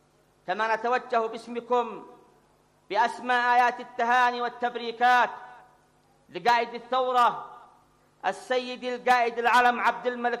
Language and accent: Arabic; Yemen; ولكل أبناء شعبنا اليمني العظيم شعب الإيمان والحكمة